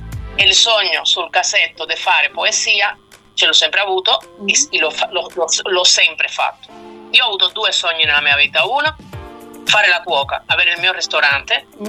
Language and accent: Italian; Cuba; moved away as an adult; now in Italy; io vengo da Cuba, sono cubana, sono arrivata qua 20 anni fa.